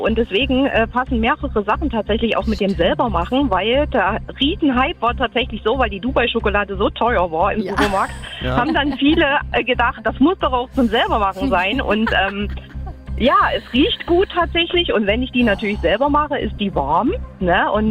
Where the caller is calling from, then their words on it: Schenkenberg, Saxony, Germany; Also ich komme aus der Nähe von Delitzsch, aus Schenkenberg.